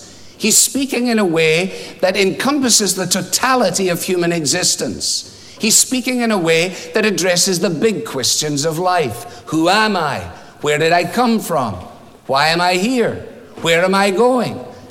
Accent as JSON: {"language": "English", "region": "Scotland", "country": "United Kingdom", "said": "as a Scot"}